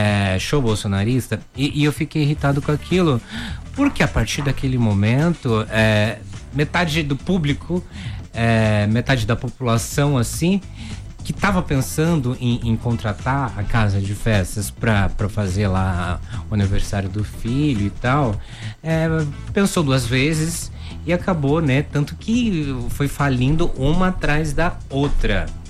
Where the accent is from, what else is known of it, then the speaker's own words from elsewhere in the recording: Ouro Fino, Minas Gerais, Brazil; now in São Paulo, Brazil; eu sou de Minas, Ouro Fino. E uma coisa que eu percebo aqui em São Paulo, que não tem casas de bolos gostosas, assim.